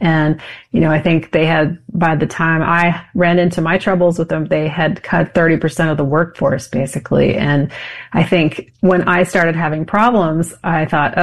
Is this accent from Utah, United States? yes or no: yes; Ogden, Utah, United States; I'm from Ogden, Utah, and the IRS has a giant service center in Ogden.